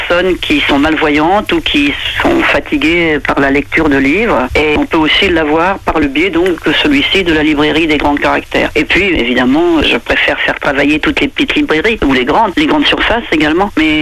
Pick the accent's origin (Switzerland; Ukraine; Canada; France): France; Normandy; je suis de Suisse normande donc très attachée.